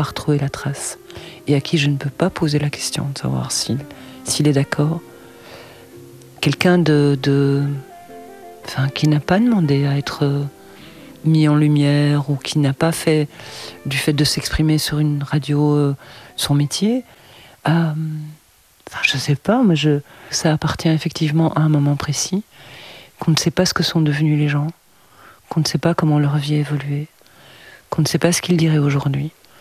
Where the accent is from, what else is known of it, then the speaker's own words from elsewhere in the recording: Belgium; chez nous en Belgique